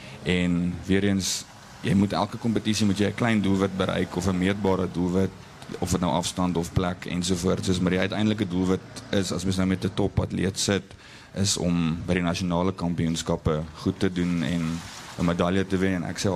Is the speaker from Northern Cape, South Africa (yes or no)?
no; Klerksdorp, North West, South Africa; also born or lived in Pretoria; ek is eindelijk gebore in Pretoria, maar ek is al baie langer in Klerksdorp as ek in Pretoria is. So ek sal myself 'n Klerksdorper definitief noem.